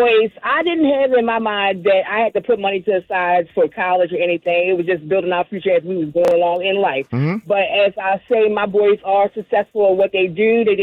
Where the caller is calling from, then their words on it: Baltimore, Maryland, United States; I'm from Baltimore.